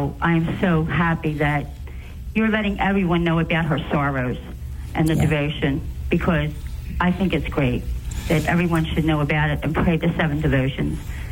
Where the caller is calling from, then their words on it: Philadelphia, Pennsylvania, United States; Hi, Mother. I'm from Philadelphia.